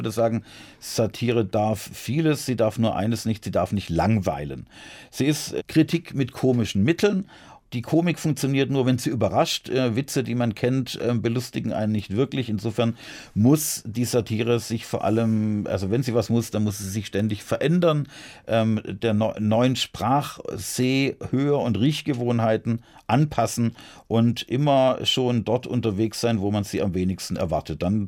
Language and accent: German; Heilbronn, Baden-Württemberg, Germany; 1990 bin ich dann in meiner Heimatstadt Heilbronn als Kandidat auch angetreten, als Bürgermeisterkandidat